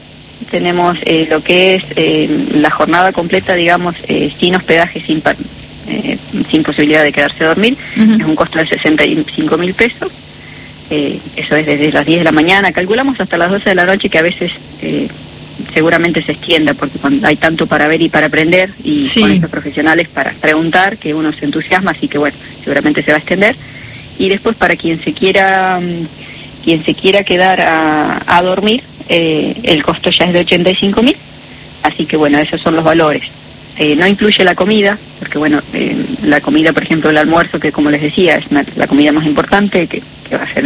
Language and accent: Spanish; La Pampa, Argentina; somos de localidades de La Pampa, donde todos nos conocemos hace muchos años